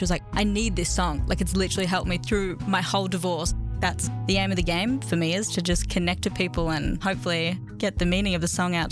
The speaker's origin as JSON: {"language": "English", "town": "Geelong", "region": "Victoria", "country": "Australia", "said": "I'm an artist from Geelong."}